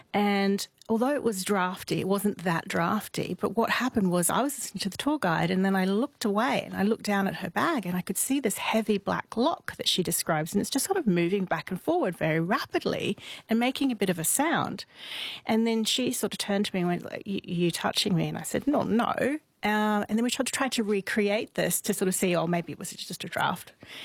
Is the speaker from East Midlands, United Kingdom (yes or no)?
no; Edinburgh, Scotland, United Kingdom; So I grew up in Edinburgh, which I consider the, you know, the centre of the ghost world.